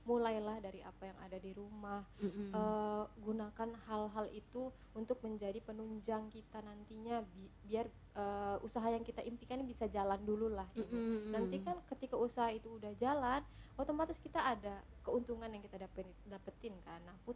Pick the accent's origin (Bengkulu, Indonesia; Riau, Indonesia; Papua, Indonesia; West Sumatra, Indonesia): Bengkulu, Indonesia; Saya asli orang Bengkulu, lahir di Bengkulu, besar di Bengkulu, cuman sempat menempuh pendidikan kuliah di luar dan bekerjanya juga waktu itu sempat keluar.